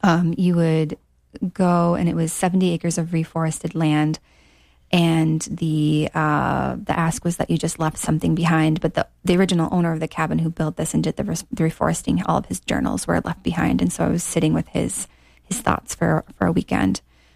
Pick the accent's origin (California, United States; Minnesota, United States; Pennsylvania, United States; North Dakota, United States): Minnesota, United States; Grand Rapids; also born or lived in Two Harbors / Montana; now in Stillwater, United States; So it's been a big circle coming back to Minnesota. But yeah, born and raised in Grand Rapids, and loved growing up here. And it's really, really fun to be back